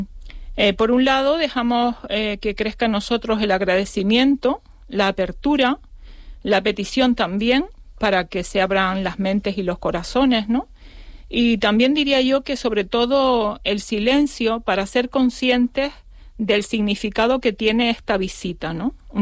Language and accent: Spanish; Canary Islands, Spain